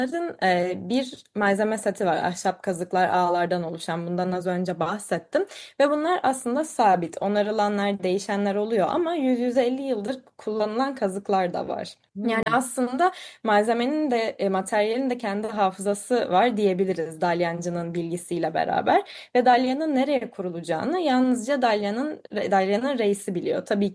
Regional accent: Fenerbahçe, Istanbul, Turkey; Ben Fenerbahçe'de büyüdüm.

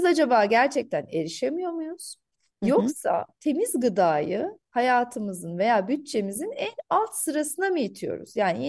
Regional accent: Nallıhan, Ankara, Turkey; Nallıhanlıyım

